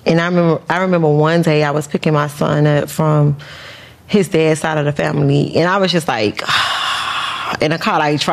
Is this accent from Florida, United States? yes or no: yes; Opa-locka, Florida, United States; I was born and raised in Opa-locka.